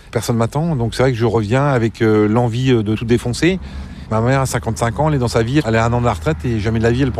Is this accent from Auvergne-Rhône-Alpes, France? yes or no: no; Plomodiern, Brittany, France; moved away; je suis de Plomeau.